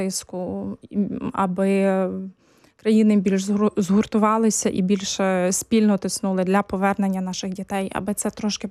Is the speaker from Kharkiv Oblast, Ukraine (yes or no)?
no; Ternopil Oblast, Ukraine; now in Poland; Я з Тернопільської області